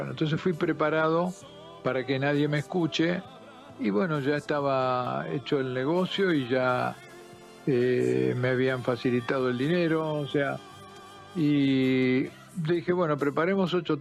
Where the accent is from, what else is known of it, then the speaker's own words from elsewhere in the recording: Argentina; yo, como buen argentino desconfiado